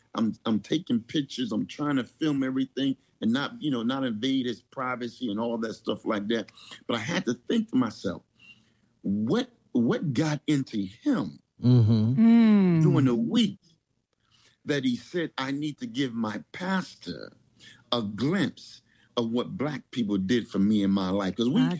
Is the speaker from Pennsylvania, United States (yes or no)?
yes; Philadelphia, Pennsylvania, United States; right here in my hometown, because you know this is where I began in Philadelphia.